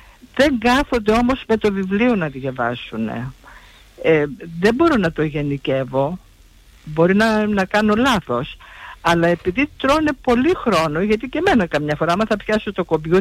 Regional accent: Trikala, Thessaly, Greece; είμαι από τα Τρίκαλα. Είμαστε, δεν πολύ ταξιδεύουν οι Τρικαλνοί και μάλιστα στα χρόνια τα δικά μου.

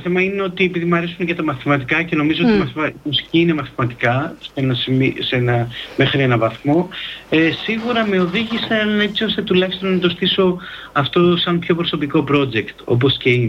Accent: Giannitsa, Central Macedonia, Greece; moved away as an adult; also born or lived in Thessaloniki; εγώ η καταγωγή μου είναι από τα Γενιτσά, είναι μια πόλη στο νομό Πέλλας, έξω από τη Θεσσαλονίκη

